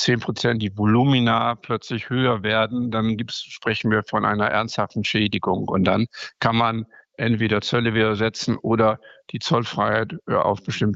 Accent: Northern Germany, Germany; Nein, also da bin ich als Norddeutscher, wie Sie eben einleitend schon gesagt haben, sturmerprobt.

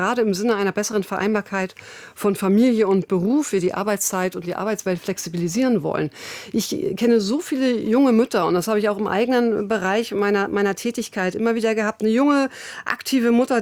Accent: Schleswig-Holstein, Germany; Ich kann nur sagen, ich komme aus Schleswig-Holstein, da haben wir den Rechtsanspruch auf Ganztagskinderbetreuung

